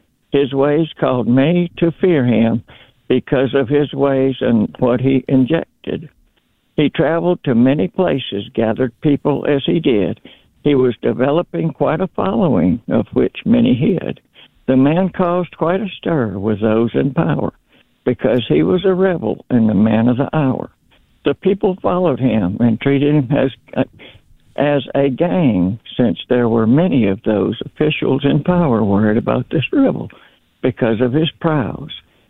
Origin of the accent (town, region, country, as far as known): New Orleans, Louisiana, United States; born or raised there; moved away; also born or lived in Mississippi